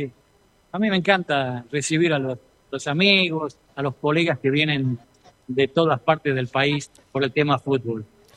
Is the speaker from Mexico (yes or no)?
no; Ledesma, Jujuy, Argentina; born there; now in Salta, Argentina; que tampoco soy salteño yo, porque yo nací en Ledesma, en los pagos de Ariel Ortega. Pero hace 50 años que vivo acá y ya soy un salteño más, podríamos decir.